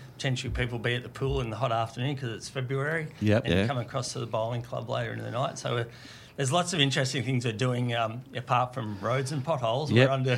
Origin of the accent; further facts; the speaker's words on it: Golden Square, Victoria, Australia; But, yeah, for me, I grew up in Golden Square, went to school at Maple Street for 1 year